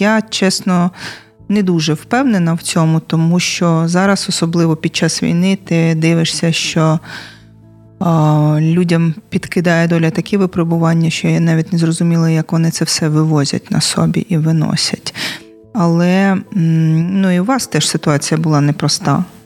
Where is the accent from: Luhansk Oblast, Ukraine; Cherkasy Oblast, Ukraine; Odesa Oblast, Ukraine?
Odesa Oblast, Ukraine; Odesa; я сама народилася в Одесі